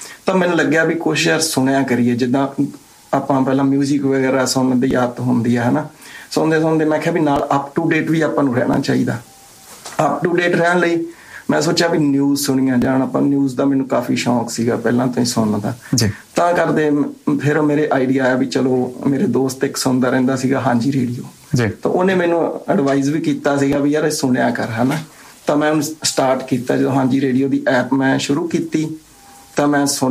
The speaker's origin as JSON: {"language": "Punjabi", "town": "Sri Ganganagar", "region": "Rajasthan", "country": "India", "moved": "yes", "said": "ਮੈਂ ਗੰਗਾਨਗਰ ਤੋਂ, ਰਾਜਸਥਾਨ"}